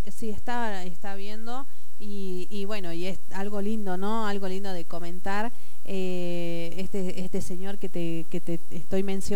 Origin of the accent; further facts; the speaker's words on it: La Esperanza, Jujuy, Argentina; yo soy oriunda de La Esperanza